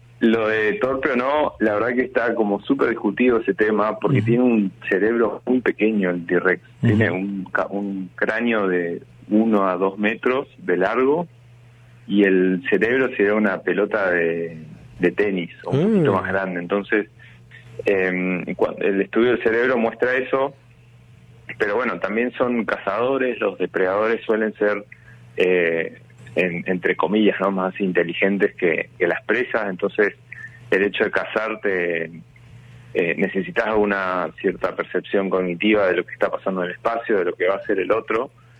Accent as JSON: {"language": "Spanish", "country": "Argentina", "said": "nos enorgullece a todos como argentinos"}